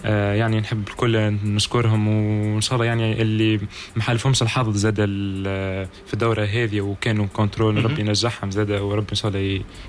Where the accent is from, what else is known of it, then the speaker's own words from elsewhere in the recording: Gafsa, Gafsa Governorate, Tunisia; منطقتي قفصه اللي يعني الواحد ينتمي لها